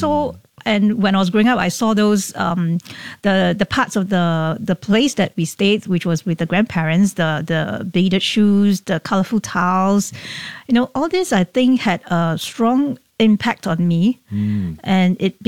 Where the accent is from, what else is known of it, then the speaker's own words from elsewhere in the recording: Singapore; born there; I was born in Singapore, but my parents are Malaysian. Mm-hmm. So my mom is from Penang.